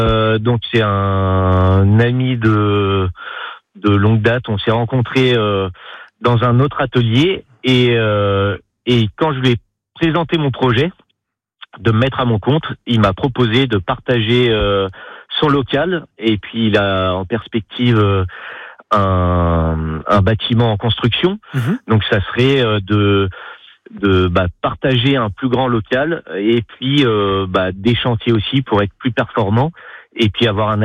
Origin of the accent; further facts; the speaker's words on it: Paris, Île-de-France, France; moved away as an adult; also born or lived in Mouchard, Jura; now in Haute-Savoie, France; moi je viens de Paris, j'ai commencé mes études d'ébénisterie à l'école Boulle à Paris